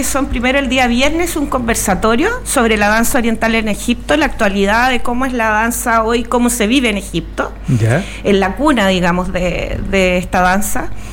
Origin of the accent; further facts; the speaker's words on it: Antofagasta, Chile; moved away; feliz de estar aquí en Antofagasta, mi tierra, por fin